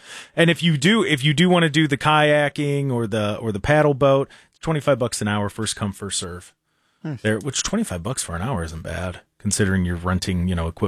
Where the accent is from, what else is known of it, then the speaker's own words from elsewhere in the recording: Seville, Ohio, United States; born there; also born or lived in Garfield Heights, Ohio; when we moved out to Seville, that's where Cy Hewitt Park, that's a really nice park out in Seville, T-ball and everything. That's where I played there.